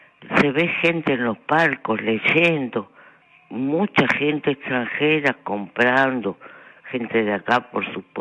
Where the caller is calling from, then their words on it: Belgrano, Buenos Aires, Argentina; Hola, Lalo. … de Belgrano. Te estoy escuchando desde el comienzo.